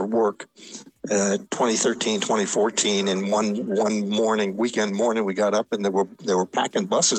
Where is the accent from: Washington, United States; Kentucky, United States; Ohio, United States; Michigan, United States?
Kentucky, United States; Owensboro; I'm from Owensboro, Kentucky.